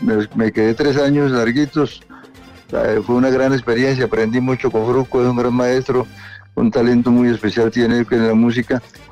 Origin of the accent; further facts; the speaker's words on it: Bucaramanga, Santander, Colombia; born there; now in Medellín, Colombia; yo llegué a Medellín muy joven, yo nací en Bucaramanga, inicié con los grupos de allá